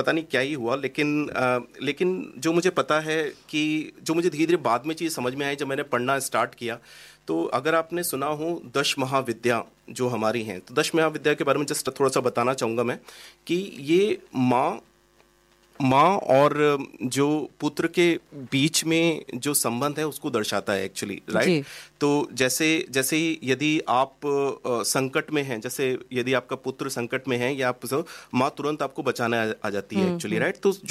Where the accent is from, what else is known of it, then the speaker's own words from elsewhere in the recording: Jaipur, Rajasthan, India; also born or lived in Dubai; now in Australia; और मैं जयपुर राजस्थान का रहने वाला हूँ, और मैं 2005 से लेकर 2017 तक जो है दुबई में रहा। फिर दुबई से 2018 में माइग्रेट होकर ऑस्ट्रेलिया का सिटीज़न बना हूँ।